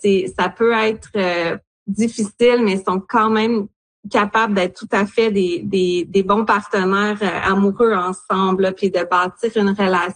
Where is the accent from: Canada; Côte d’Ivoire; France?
Canada; Bécancour, Quebec; je suis originaire de la Côte-Nord, de Bécancour sur la Côte-Nord, mais j'ai étudié à l'Université de Sherbrooke